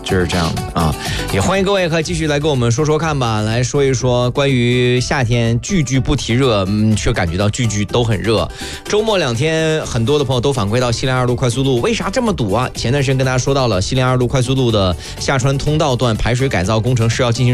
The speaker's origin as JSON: {"language": "Chinese", "region": "northern China", "country": "China", "tie": "born or raised there", "also_born_or_lived": "Wuhan", "moved": "yes", "lives_now": "Yichang, China", "said": "我以前在武汉生活的时候就是真的，还有包括小的时候在北方生活的时候"}